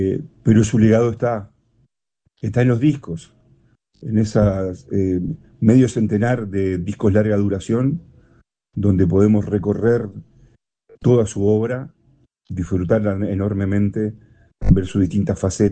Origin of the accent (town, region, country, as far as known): Uruguay